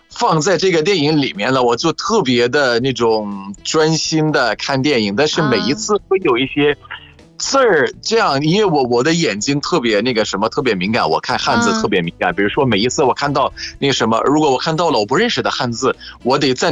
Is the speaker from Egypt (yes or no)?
yes; Egypt; 我是来自埃及的